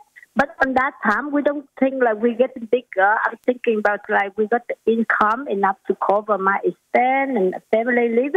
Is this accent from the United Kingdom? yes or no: no; Vietnam; English is a second language; moved away as an adult; now in Australia; Yeah, I'm from Vietnam. So I've been here 2011 with overseas students. And I'm studying accounting, the master degree in Griffith University.